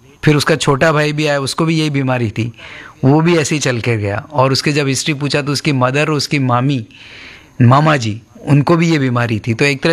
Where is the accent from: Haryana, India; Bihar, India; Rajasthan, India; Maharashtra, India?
Rajasthan, India; मैं राजस्थान का रहने वाला हूँ